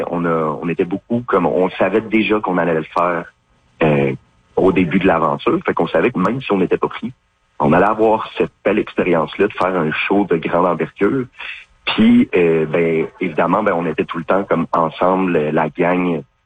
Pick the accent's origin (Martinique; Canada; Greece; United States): Canada; Havre-Saint-Pierre, Quebec; moved away as an adult; now in Montreal, Canada